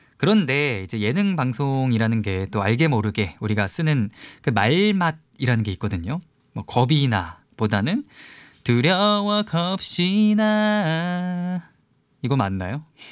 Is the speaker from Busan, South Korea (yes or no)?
no; Seoul, South Korea; 제가 뭐 고향은 서울이지만 뭐 고향과 관계없이 어설픈 사투리가 또 막 툭툭 나올 수가 있습니다.